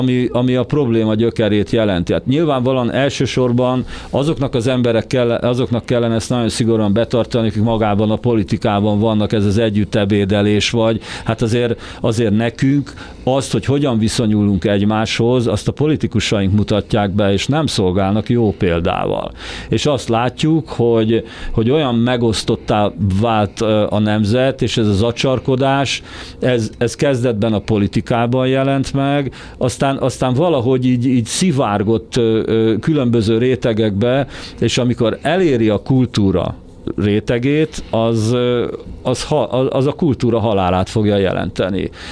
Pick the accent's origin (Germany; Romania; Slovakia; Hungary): Hungary; born there; magyarnak születtem, Magyarországra születtem. Én hazajöttem ide.